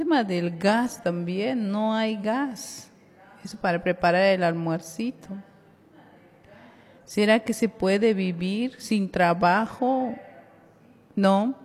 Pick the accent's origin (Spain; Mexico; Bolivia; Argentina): Bolivia; somos los verdaderos bolivianos que nacimos en esta tierra.